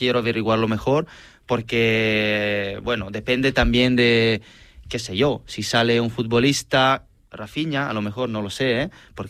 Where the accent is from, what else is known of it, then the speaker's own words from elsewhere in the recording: Italy; Spanish is a second language; La que la entienda yo que soy italiano.